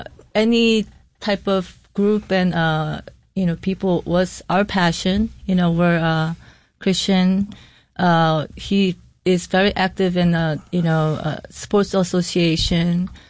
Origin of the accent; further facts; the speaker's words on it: South Korea; now in Rochester, United States; So I'm from Korea.